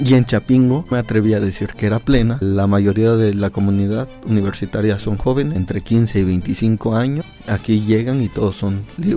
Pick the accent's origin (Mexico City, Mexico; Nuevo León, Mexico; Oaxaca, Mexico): Oaxaca, Mexico; moved away; soy egresado del 2019 del Departamento de Zootecnia. Soy de Oaxaca, originario de la Sierra Norte, tengo 22 años.